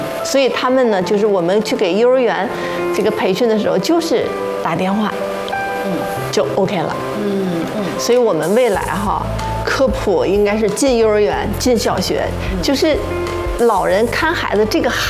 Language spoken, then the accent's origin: Chinese; China; 我们中国人